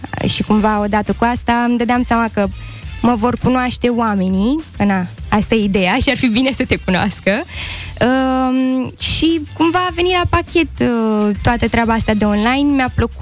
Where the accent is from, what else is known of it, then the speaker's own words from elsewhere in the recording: Iași, Iași County, Romania; sunt din Iași, am bunici la țară